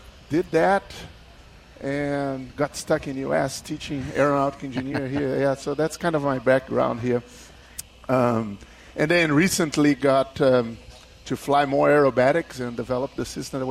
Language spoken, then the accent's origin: English; Brazil; English is a second language; Well, I'm originally from Brazil.